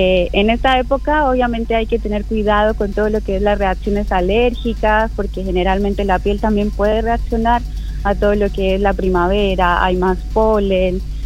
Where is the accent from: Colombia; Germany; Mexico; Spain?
Colombia; moved away; yo soy de Colombia.